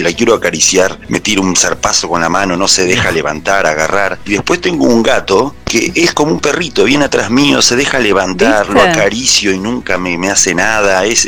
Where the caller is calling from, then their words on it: Comodoro Rivadavia, Chubut, Argentina; de Comodoro